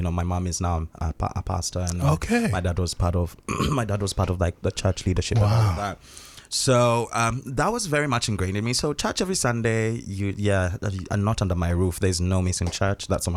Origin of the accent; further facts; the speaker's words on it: Nairobi, Kenya; moved away as an adult; And I moved from Nairobi, so born and bred in Nairobi. So, you know, just in tune with the culture there among my people and all of that.